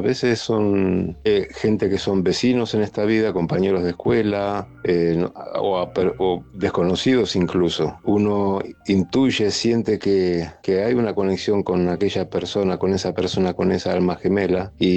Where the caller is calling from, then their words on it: Mallorca, Balearic Islands, Spain; desde Mallorca.